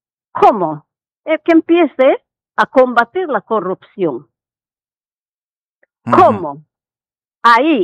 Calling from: Peru

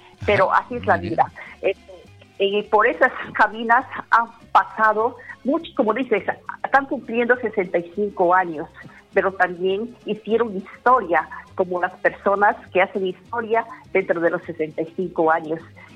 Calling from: Lamas, San Martín, Peru; Estoy llamando de Lamas.

